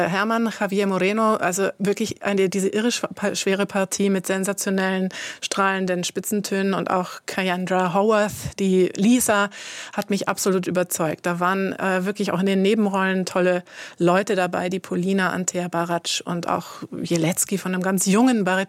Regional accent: Munich, Bavaria, Germany; Kürzlich gab es ja auch in München, wo ich herkomme

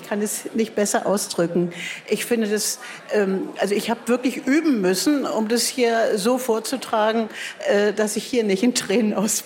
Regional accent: Berlin, Germany; Na, ich bin ich bin eine Berliner Spottdrossel.

